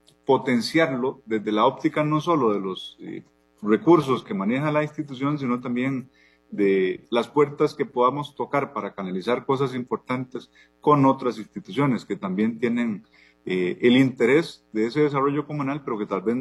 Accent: Caimital, Guanacaste, Costa Rica; moved away as an adult; Es un pueblo que queda a 10 kilómetros de Nicoya, camino a Sámara. Entonces, para los que conocen esa zona, es cuando usted se llega a un cruce donde hay que agarrar a la derecha o a la izquierda. Ese es mi pueblo. Y allí vivo desde hace ya 15 años que regresé.

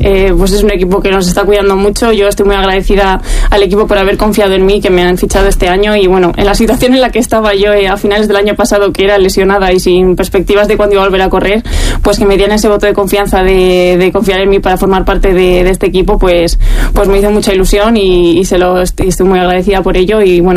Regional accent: Burgos, Castile and León, Spain

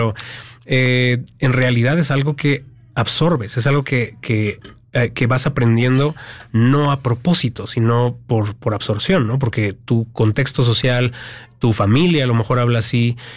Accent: Mexico City, Mexico; yo soy del Estado de México y crecí en la Ciudad de México, etcétera, y tengo un acento específico que corresponde a esa región, pero también a los grupos sociales en los que me muevo, en los que fui educado

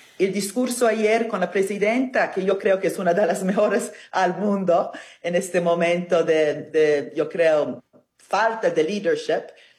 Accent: Italy; Spanish is a second language; Recordámonos que soy italiana, ¿no? Donde la mafia es el puesto más grande esfuerzo.

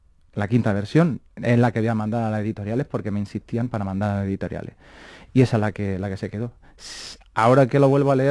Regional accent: Baeza, Andalusia, Spain; born there; en mi pueblo, en Baeza.

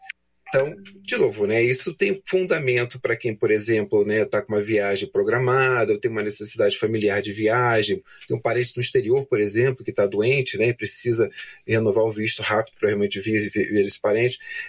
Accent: Brazil; Então, falando do Brasil, porque caso nós somos brasileiros, mas de qualquer parte do mundo, né?

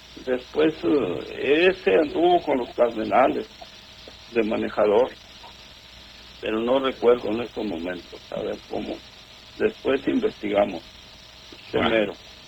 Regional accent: Cuauhtémoc, Mexico; moved away; Fíjense que desde 1963 que yo vine de Cuauhtémoc, no me he perdido una serie mundial

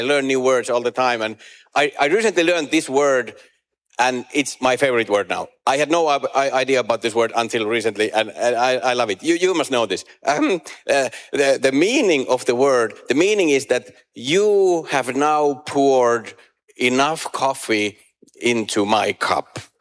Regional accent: Finland; English is a second language; moved away; yes, I am from Finland.

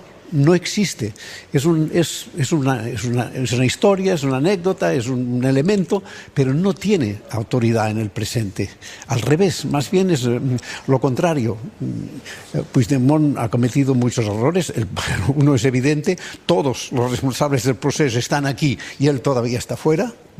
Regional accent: Catalonia, Spain; Un poco difícil, porque yo soy ciudadano de España, pero catalán, que es distinto, pero bueno.

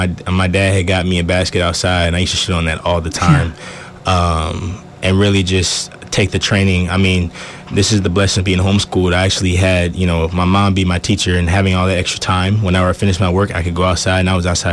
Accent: Texas, United States; moved away as an adult; also born or lived in Colorado; now in Alaska, United States; I've been born and raised in Texas. Texas my whole life. And then first time I actually got out of Texas was last year in Colorado. And then now I'm here in Alaska.

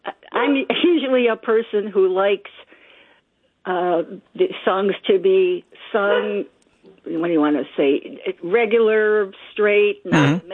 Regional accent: Cleveland, Ohio, United States; now in Cleveland Heights, United States; I went through the public schools in Cleveland, but that was in the 50s and 60s.

